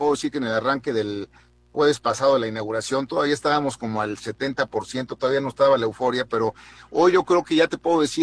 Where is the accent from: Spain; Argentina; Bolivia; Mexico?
Mexico; como buenos mexicanos todo lo dejamos hasta el último.